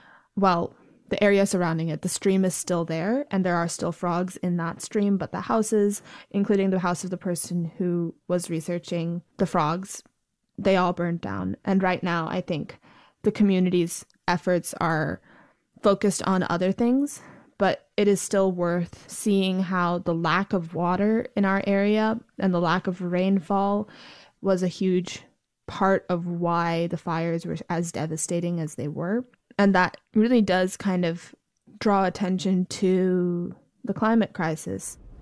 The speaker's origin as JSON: {"language": "English", "town": "Altadena", "region": "California", "country": "United States", "said": "I'm from Altadena, California, and I play the violin."}